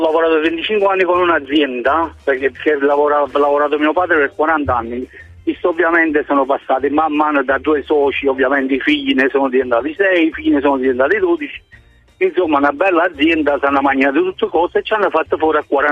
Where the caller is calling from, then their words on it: Naples, Campania, Italy; da Napoli.